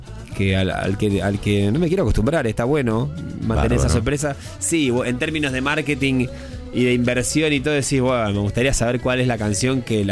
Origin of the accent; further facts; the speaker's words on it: Buenos Aires Province, Argentina; born there; Bueno, nací en capital, pero después al toque ya nos fuimos a vivir a provincia.